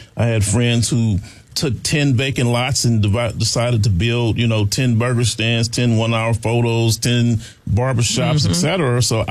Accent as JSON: {"language": "English", "town": "Compton", "region": "California", "country": "United States", "tie": "born or raised there", "said": "growing up in Compton, it was kind of different for me."}